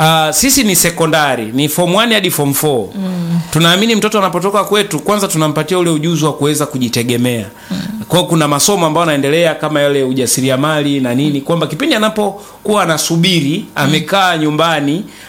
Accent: Tanzania; Sisi ni Watanzania na mtoto analelewa pia Kitanzania.

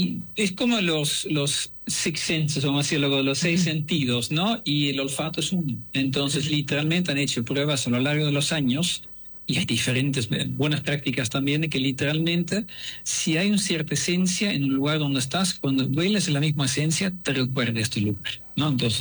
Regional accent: Netherlands; first language Dutch; Spanish is a second language; moved away as an adult; also born or lived in Switzerland / Buenos Aires, Argentina / Brazil; now in Mexico; yo lo comparo un poco con mi idioma holandés.

